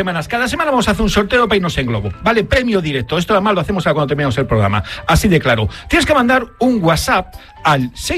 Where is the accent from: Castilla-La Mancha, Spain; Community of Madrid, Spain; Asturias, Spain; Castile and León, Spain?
Community of Madrid, Spain; Madrid; como nosotros los madrileños. Por cierto, mi padre es madrileño. Yo creo que soy el más madrileño de los que están aquí.